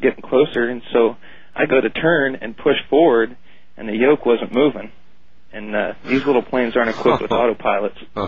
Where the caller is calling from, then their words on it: Alameda, California, United States; I'm from Alameda, California.